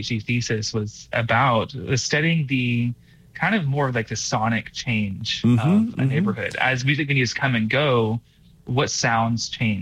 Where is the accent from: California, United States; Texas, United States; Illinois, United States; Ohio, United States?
Texas, United States; Austin; moved away as an adult; I grew up around Austin, so music has always been part of my life.